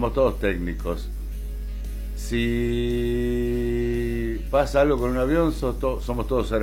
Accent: Argentina; Así somos los argentinos.

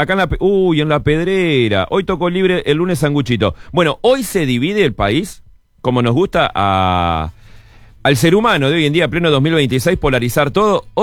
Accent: Uruguay

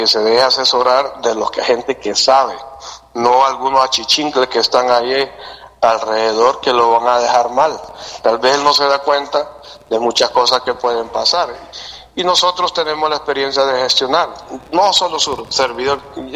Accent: Siguatepeque, Comayagua, Honduras; born there; aquí es el departamento, es Siguatepeque, donde yo nací, y ahí estamos.

